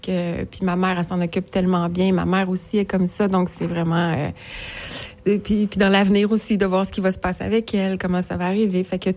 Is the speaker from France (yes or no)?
no; Laval, Quebec, Canada; Moi, Laval. Donc, je viens de la Rive-Nord, Laval, des parents, là, mon père était directeur d'école.